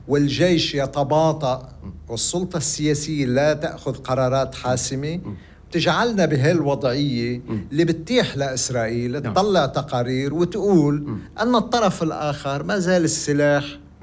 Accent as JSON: {"language": "Arabic", "country": "Lebanon", "said": "كلبنانيين"}